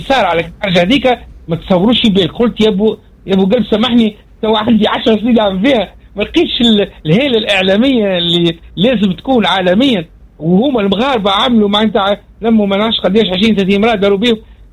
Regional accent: Tunisia

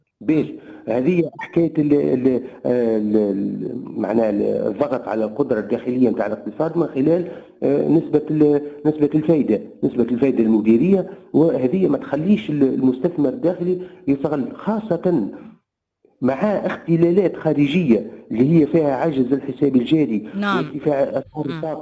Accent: Tunisia; احنا كاقتصاد تونسي

